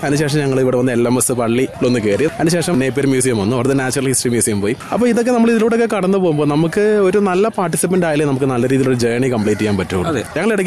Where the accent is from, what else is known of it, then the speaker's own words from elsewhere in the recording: Alappuzha, Kerala, India; ആലപ്പുഴക്കാരനാണ്.